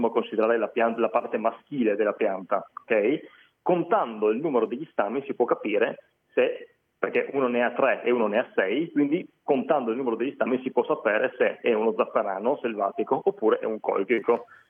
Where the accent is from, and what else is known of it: Friuli-Venezia Giulia, Italy